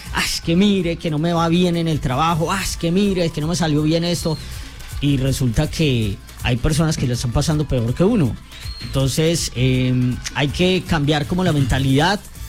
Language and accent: Spanish; Colombia; como colombianos, berracos que somos.